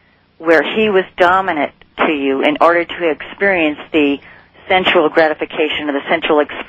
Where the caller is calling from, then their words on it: Sunnyvale, California, United States; in Sunnyvale.